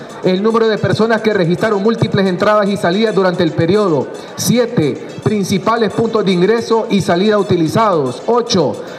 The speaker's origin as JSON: {"language": "Spanish", "country": "Honduras", "said": "nos vimos sorprendidos los hondureños"}